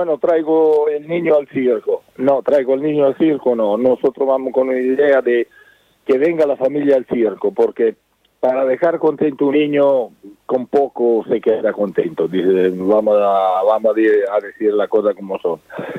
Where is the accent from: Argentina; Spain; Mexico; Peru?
Spain; accent: Italian; Y mire, yo soy español, tengo el acento italiano.